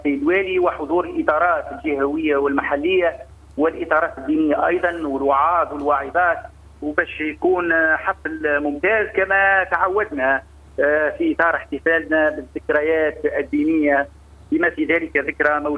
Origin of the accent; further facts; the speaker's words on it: Tunisia; بلادنا تونس العزيزة